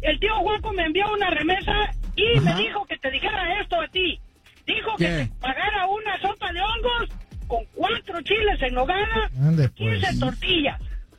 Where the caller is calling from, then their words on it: Temascalapa, State of Mexico, Mexico; ¡Les llamo de Temazcalapa!